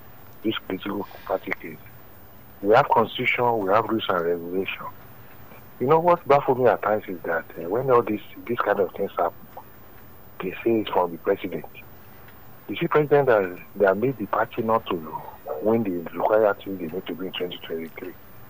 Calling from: Ogba, Lagos, Nigeria; I'm calling from Ogba.

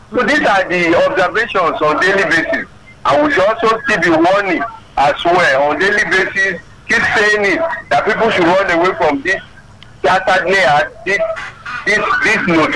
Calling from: Osun, Nigeria; calling from Oshun.

